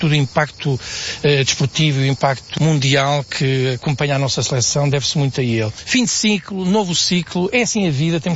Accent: Portugal; Custa-me como português não reconhecer as qualidades que ele tem e o legado que ele nos deixou.

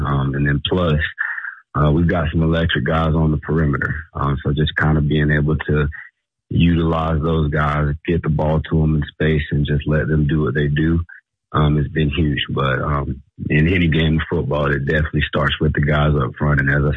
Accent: Georgia, United States

